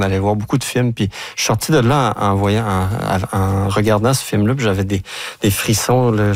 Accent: Quebec, Canada; Je viens de la Gaspésie.

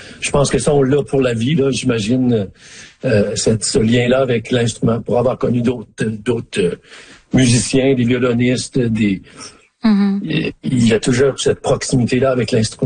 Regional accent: Smooth Rock Falls, Ontario, Canada; J'ai des très bons souvenirs de ma présence, de mon enfance dans le Nord. Et oui, ce pont-là, c'est un pont emblématique. Le pont à Smooth Rock Falls, il y en a pas plusieurs comme ça en Ontario ou au Canada.

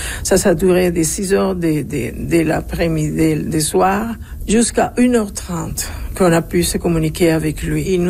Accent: Macuto, La Guaira, Venezuela; now in Montreal, Canada; La Guaira, Makoto, c'est là où j'ai grandi.

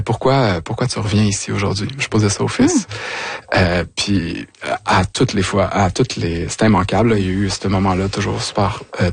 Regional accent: Quebec, Canada; born or raised there

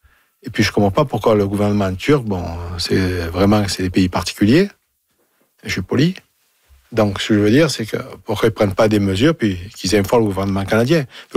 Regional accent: Marseille, Provence-Alpes-Côte d'Azur, France; accent: Marseille; avec mon accent, je suis de Marseille, bien sûr.

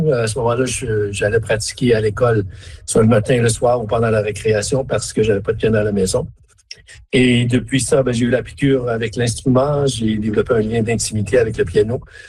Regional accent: Smooth Rock Falls, Ontario, Canada; je suis né à Smooth Rock Falls, petit village du nord de l'Ontario.

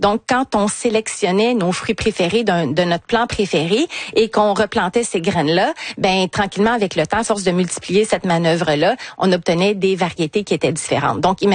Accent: Canada; vers le nord, vers chez nous, au Canada

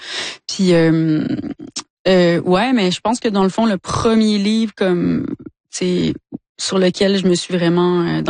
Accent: Quebec, Canada; Ouais, ma famille vient du bas du fleuve aussi, mais j'ai grandi en Gaspésie.

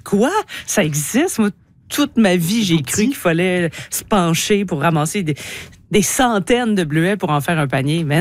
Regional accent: Chicoutimi, Quebec, Canada

